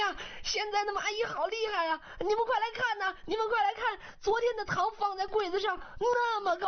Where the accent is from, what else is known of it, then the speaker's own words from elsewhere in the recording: Tangshan, Hebei, China; 我小的时候啊，大半的时间是生活在一个农村里面，我这个小时候是在这个农村度过的，那是一个风景如画四季如春的地方，那地方就是唐山。